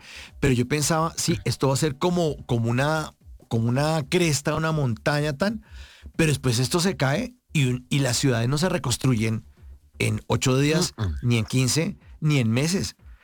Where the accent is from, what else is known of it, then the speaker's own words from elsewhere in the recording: Uruguay; now in Cali, Colombia; soy de origen uruguayo, pero estoy radicado en Cali.